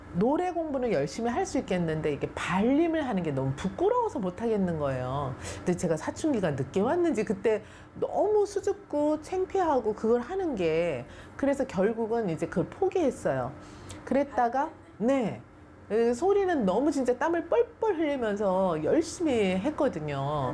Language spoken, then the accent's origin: Korean; Seoul, South Korea; also born or lived in Gyeongju; 고향이 경주인데요. 사실은 5살 때 서울을 올라와서 고향에 대한 추억은 많이 없지만